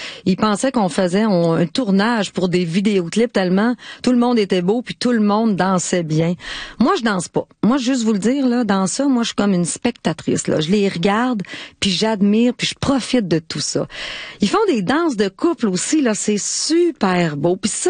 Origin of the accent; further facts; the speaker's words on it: Quebec, Canada; accent: lac Saint-Jean; Avec mon accent du lac Saint-Jean, des fois, mon anglais est un petit peu douteux